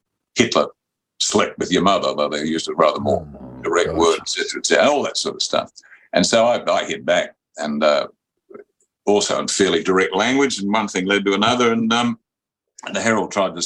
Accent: Australia; I thought, no, bugger that, I'm Australian, I'm not going to nod to her or bow to her or anything like that.

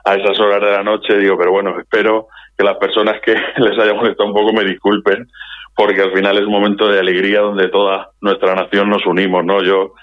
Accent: Elda, Valencian Community, Spain; ciudad, Elda, y más Santa Ana, ¿no? Que es pues muy característica, muy nuestra, ¿no? Todos los que pues somos de la Santa Ana es algo muy principal

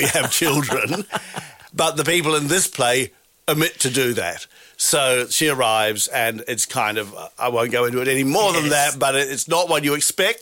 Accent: New Zealand; But this song, look, I grew up in New Zealand.

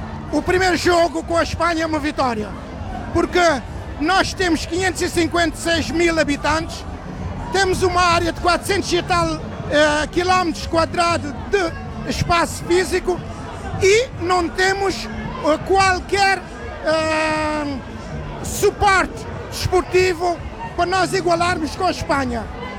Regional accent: Cape Verde; moved away as an adult; now in Portugal; eu sou cabo-verdiano, vivo cá em Portugal há 40 anos

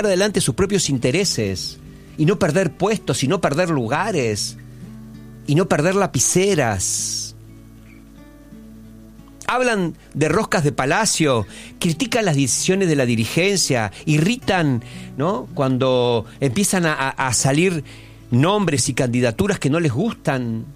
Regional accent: Argentina; soy un argentino libre que puedo andar por donde quiera.

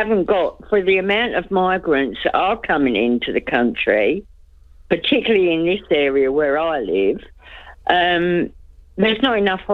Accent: Romford, London, United Kingdom; moved away as an adult; And I used to go to a pub in Loughton in my misspent youth. I can't remember the name of it now. I'm an English girl from Romford.

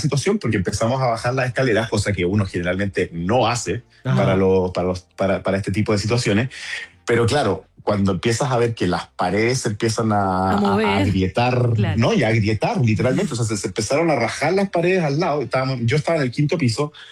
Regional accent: Chile; Yo, como chileno

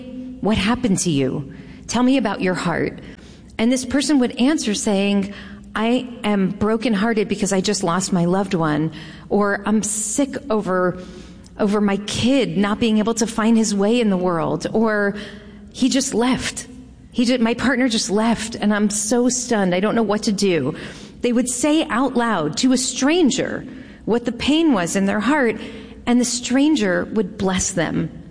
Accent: United States; as a young mother, and as a human being, as an American, and as a Jew.

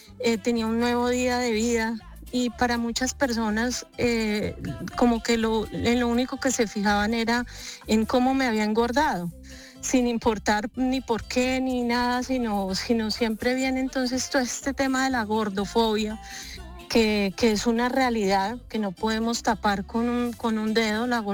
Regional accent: Choachí, Cundinamarca, Colombia; yo soy de pueblo, yo soy de Choachí, Cundinamarca, con mucho orgullo.

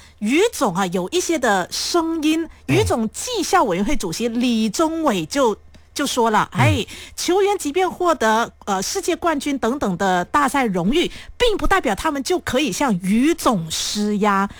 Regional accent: Malaysia; 我们也希望2028年能够实现我们马来西亚人的愿望

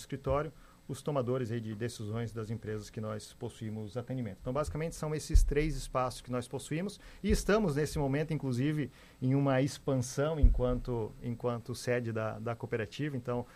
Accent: Joinville, Santa Catarina, Brazil; sou joinvilense nato, né? Nascido e criado aqui em Joinville.

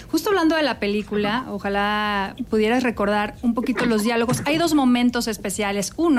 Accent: Mexico; la familia creo que representa mucho lo que somos todos los mexicanos.

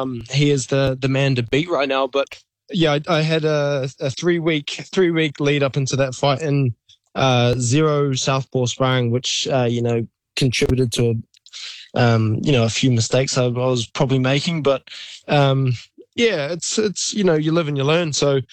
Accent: New Zealand; So I'm so grateful that I can be just across the ditch and still be considered the hometown hero. It's been so amazing to come back and have all the support from my from my country, my people.

